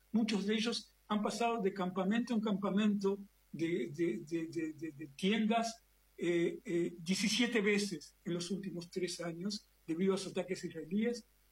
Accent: Argentina; moved away; yo soy argentino de origen

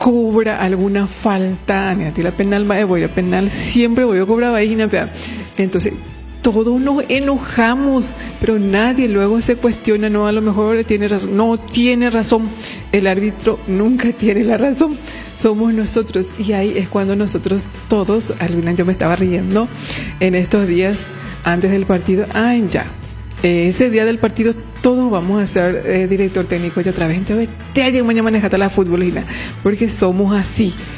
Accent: Paraguay; Yo soy paraguayo, y como paraguayo me siento orgulloso, y como paraguaya me siento orgullosa

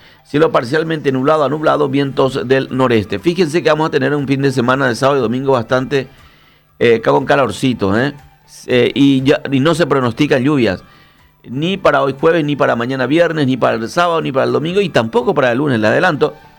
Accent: Villa Elisa, Central, Paraguay; en la zona de donde yo vengo, que es de Villa Elisa, se nota bastante cuando hay neblina.

